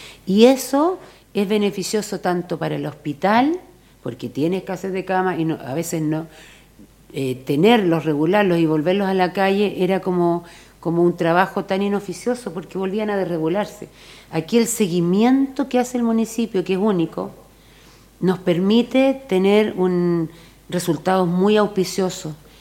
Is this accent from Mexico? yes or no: no; Chillán, Ñuble, Chile; also born or lived in Santiago / Concepción / Coyhaique; Mi vida me ha desplazado por muchas regiones. Nací en Santiago, viví en Ñuble, estudié en Chillán en el colegio, en Concepción en la universidad, después me fui a Coyhai, que estuve casi 40 años allá, 30 y algo.